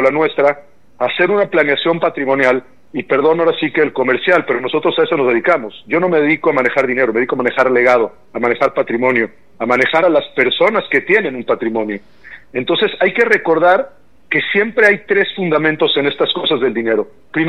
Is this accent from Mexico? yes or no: yes; Mexico; el principal riesgo que hoy por hoy como mexicanos tenemos es que a veces nos da flojera hacer las cosas.